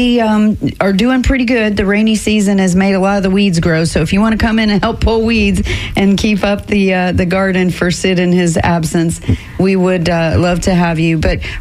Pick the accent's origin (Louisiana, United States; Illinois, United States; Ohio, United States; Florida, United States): Ohio, United States; born there; I was born in Ohio, so it's in my blood.